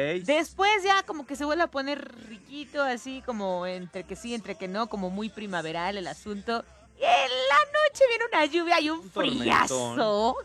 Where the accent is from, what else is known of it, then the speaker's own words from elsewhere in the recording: Puebla, Mexico; Otra cosa que yo creo que es de poblanos, que nuestros peores enemigos son los vialetones.